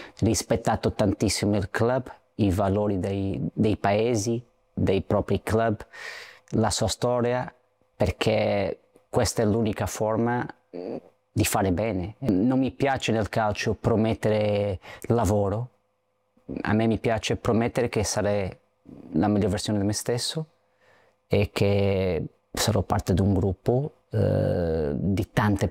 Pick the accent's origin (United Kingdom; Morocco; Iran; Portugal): Portugal; Italian is a second language; now in Genoa, Italy; come portoghese